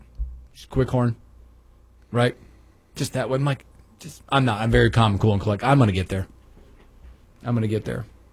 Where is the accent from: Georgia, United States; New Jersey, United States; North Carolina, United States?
North Carolina, United States; Charlotte; I grew up in a big city. We grew up in Charlotte.